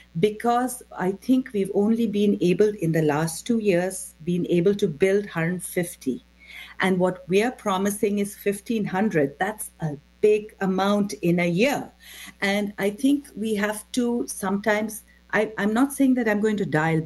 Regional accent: India; moved away as an adult; now in Canada; I immigrated to Canada from India, and I was already a mortgage consultant, teacher, and a script writer in my previous life.

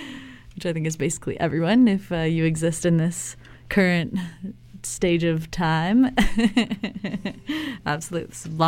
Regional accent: Barrie, Ontario, Canada; I'm from Barrie, Ontario

